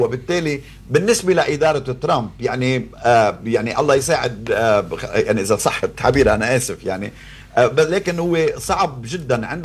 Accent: Lebanon; نحن كلبنانيين

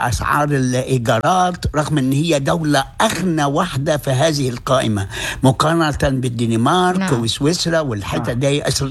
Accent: Egypt; now in Australia; عندنا في مصر

